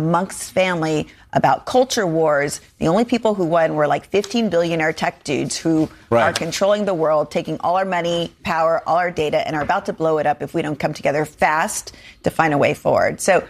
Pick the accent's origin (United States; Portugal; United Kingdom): United States; Rio Grande Valley, Texas; So I'm from the Rio Grande Valley, South Texas, that is over 95% Latino.